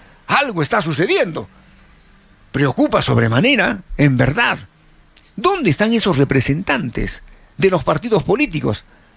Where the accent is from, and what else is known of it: Arequipa, Peru